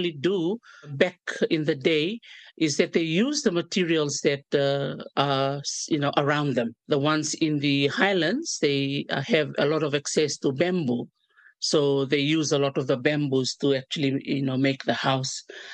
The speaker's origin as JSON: {"language": "English", "town": "Suva", "region": "Central Division", "country": "Fiji", "tie": "born or raised there", "said": "And even though I was born and raised in Suva, my parents always take us to the island, you know, at the end of the year during the school holidays to visit my grandfather"}